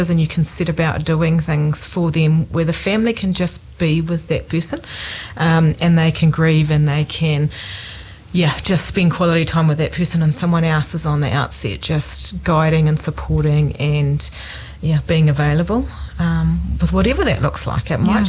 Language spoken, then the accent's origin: English; Doubtless Bay, Northland, New Zealand; also born or lived in Kaitaia; Yes, my family are originally from down here, but they moved away and I was born in Kaitaia and grew up in Doubtless Bay in Northland.